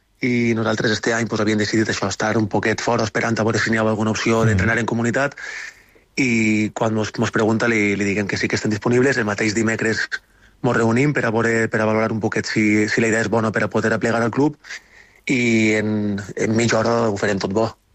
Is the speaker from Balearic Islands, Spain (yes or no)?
no; Xeraco, Valencian Community, Spain; jo soc de Jeraco, que està al costat